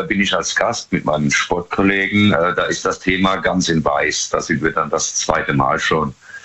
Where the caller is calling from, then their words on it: Pirmasens, Rhineland-Palatinate, Germany; Ich bin aus der Pfalz, Pirmasens.